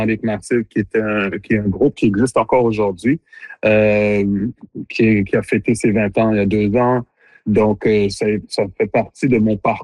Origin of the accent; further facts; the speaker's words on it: Montreal, Quebec, Canada; born there; Et mon parcours, je suis né à Montréal de parents d'origine haïtienne.